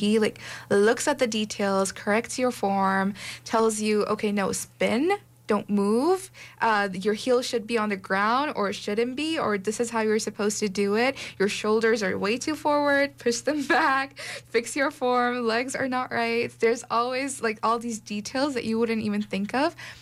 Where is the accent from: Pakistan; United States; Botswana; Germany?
Pakistan; now in Canada; So I'm from Pakistan